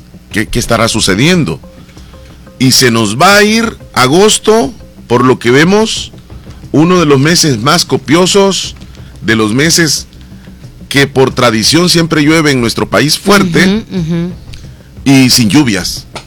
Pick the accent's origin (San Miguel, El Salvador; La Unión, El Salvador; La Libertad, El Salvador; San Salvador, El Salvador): La Unión, El Salvador; Santa Rosa de Lima; Al carnaval de mi tierra.